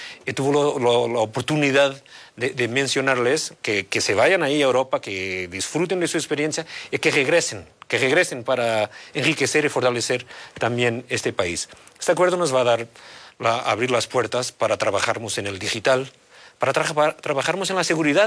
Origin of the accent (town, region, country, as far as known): Portugal; born there; Spanish is a second language